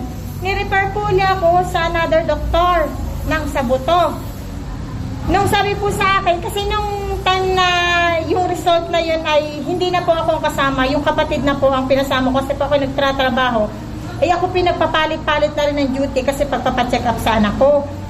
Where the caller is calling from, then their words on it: Calapan, Mimaropa, Philippines; Nazareto po.